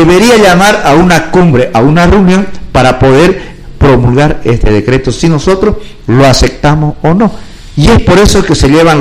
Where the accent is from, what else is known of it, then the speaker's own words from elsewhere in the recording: Bolivia; los derechos que tenemos los pueblos indígenas, porque también somos seres humanos y somos bolivianos.